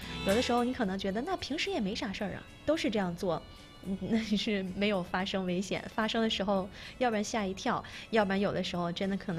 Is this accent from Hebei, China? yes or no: yes; Hebei, China; now in Jinzhou, China; 我是河北的，我们那边都要插座，就是正常就说插座，就叫插座，来东北之后呢说插排啊，我现在也会习惯性的叫它插排。